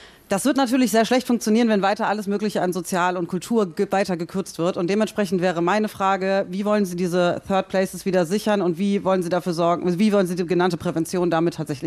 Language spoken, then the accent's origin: German; Berlin, Germany; ich komme aus Weißensee.